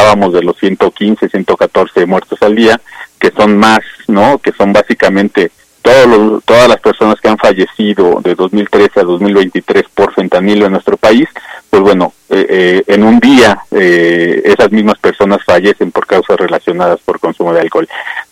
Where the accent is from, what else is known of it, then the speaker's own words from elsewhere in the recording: Mexico; nosotros como mexicanos